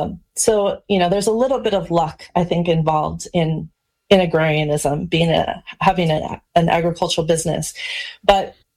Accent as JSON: {"language": "English", "town": "Charles City", "region": "Iowa", "country": "United States", "tie": "born or raised there", "moved": "as an adult", "said": "So I grew up here in Charles City, Iowa. We're in Northeast Iowa."}